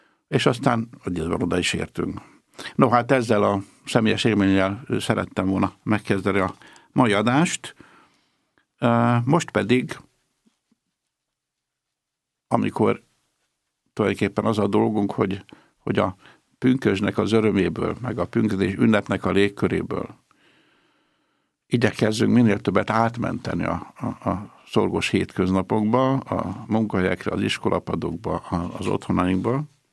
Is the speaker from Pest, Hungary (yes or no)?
yes; Domonyvölgy, Pest, Hungary